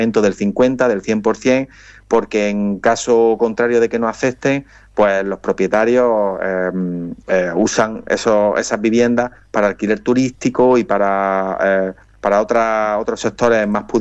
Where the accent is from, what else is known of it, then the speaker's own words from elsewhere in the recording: Andalusia, Spain; en Andalucía, en mi país